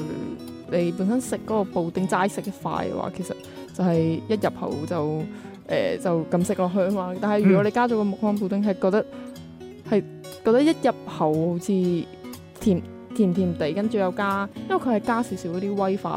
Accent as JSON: {"language": "Chinese", "country": "Macau", "said": "但是呢我們澳門那裡的豬扒包它沒有的。"}